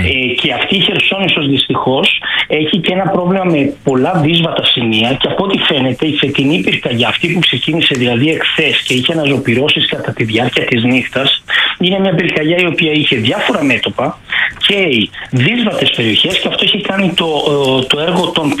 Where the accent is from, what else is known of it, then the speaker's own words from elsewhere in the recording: Naples, Campania, Italy; now in Milan, Italy; εγώ κατάγομαι από την Νάπολη μέρη